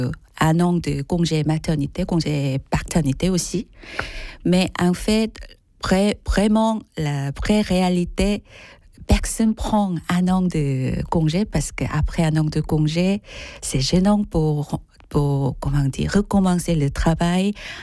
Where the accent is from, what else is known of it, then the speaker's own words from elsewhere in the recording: Seoul, South Korea; French is a second language; moved away as an adult; now in France; je suis sud-coréenne, je viens de la Séoul.